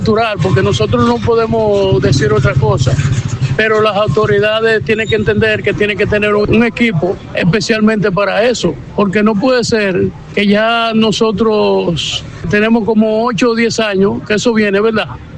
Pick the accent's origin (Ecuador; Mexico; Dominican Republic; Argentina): Dominican Republic; porque soy dominicano